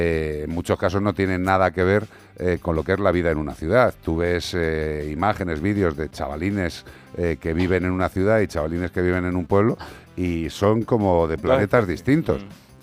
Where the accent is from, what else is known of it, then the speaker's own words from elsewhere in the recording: Galicia, Spain; igual que me siento español, igual que me siento gallego